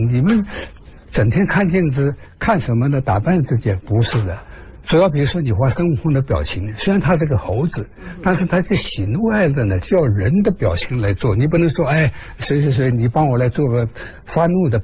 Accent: Wuxi, Jiangsu, China; 那么他是无锡人，我也是无锡人。

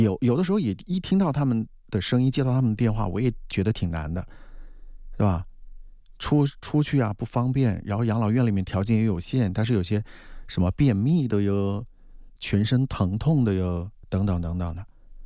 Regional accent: Wuhan, Hubei, China; 我们武汉人就说

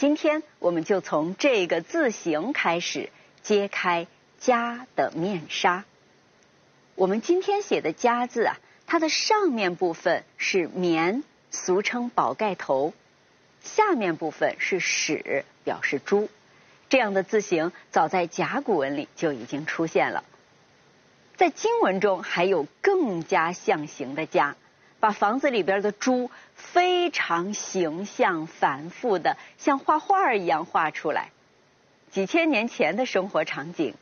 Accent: China; 我们中国人

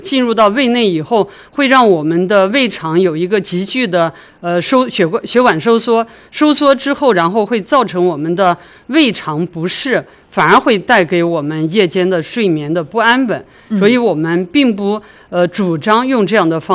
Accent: Xinjiang, China; 咱们新疆人吃肉还是蛮厉害的

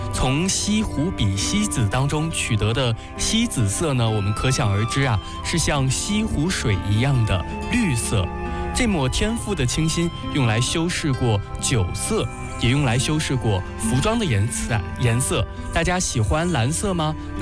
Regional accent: China

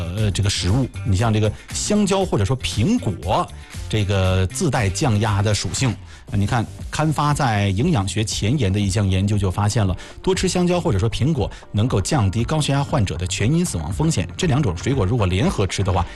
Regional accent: Northeast China, China; 然后那个茶呢咱们东北人讲叫什么叫炼，是吧？

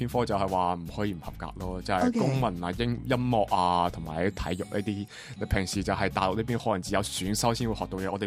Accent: Macau; 我哋澳门人

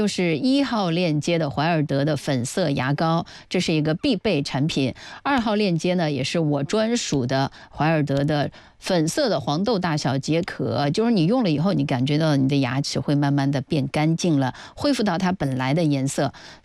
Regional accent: Zhejiang, China; 咱们浙江人爱养生

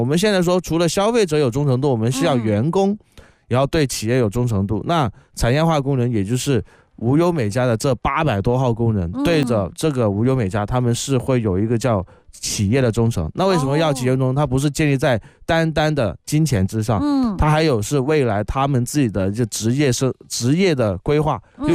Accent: Guangdong, China; 我们广东话的偷街

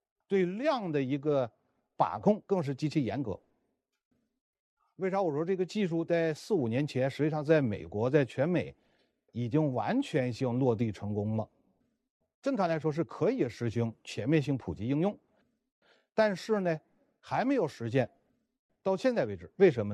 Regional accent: China; 目的吧，还是希望咱们中国人来讲，本身我作为华人，作为国人，咱们国家现在糖尿病这个患者2.3亿多

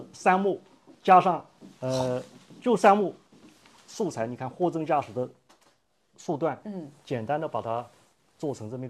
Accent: Wuxi, Jiangsu, China; moved away as an adult; now in Yuexi County, Anhui, China; 我是江苏无锡人。

